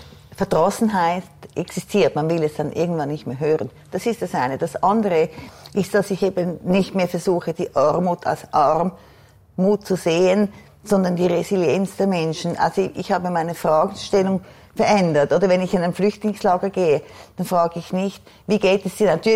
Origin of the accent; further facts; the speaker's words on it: Switzerland; moved away as an adult; also born or lived in South Africa; als Schweizer